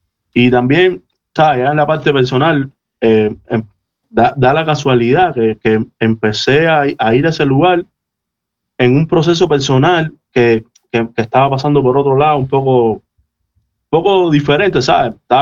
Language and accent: Spanish; Cuba; moved away; venimos de Cuba y tal